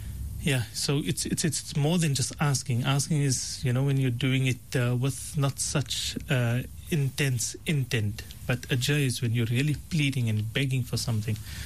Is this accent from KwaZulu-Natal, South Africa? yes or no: yes; Pietermaritzburg, KwaZulu-Natal, South Africa; But to my defense, I am from Pietermaritzburg and I have downloaded the radio app and I can listen all the time.